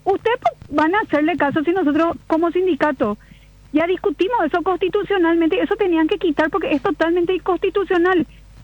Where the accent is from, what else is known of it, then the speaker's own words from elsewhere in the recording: Paraguay; ¿qué es lo que nosotros queremos como paraguayos?